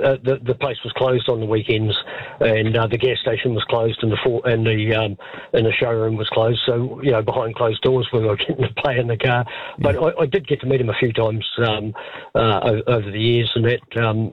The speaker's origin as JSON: {"language": "English", "region": "Auckland", "country": "New Zealand", "tie": "born or raised there", "said": "You know, I grew up in West Auckland, and a lot of petrol heads out that way"}